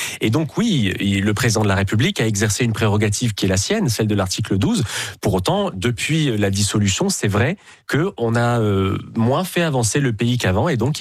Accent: France; born there; j'ai la chance d'être franco-libanais. Je suis né en France, mais je parle l'arabe.

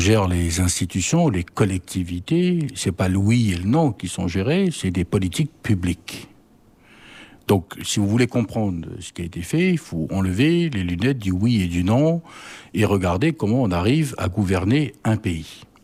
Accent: Thio, South Province, New Caledonia; born there; moved away as an adult; also born or lived in Nouméa; moi, je suis né à Thio, famille ultra, très modeste. Je fais partie de ces jeunes étudiants qui sont venus étudier à Nouméa dans les années 2004-2009.

